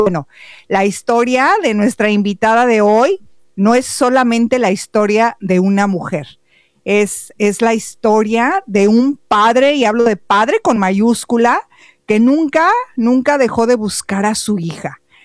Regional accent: Mexico; Yo como mexicana Ana, todos somos

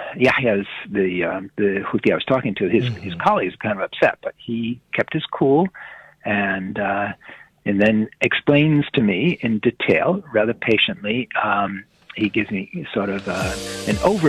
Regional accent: United States; So I tell them, Catholic, Christian, you know, mm-hmm. and on top of that, you know, I'm an American

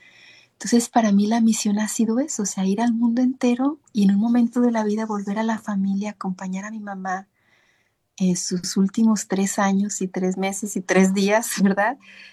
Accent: Guadalajara, Jalisco, Mexico; salir de mi pueblo de Guadalajara, de México, era Guadalajara

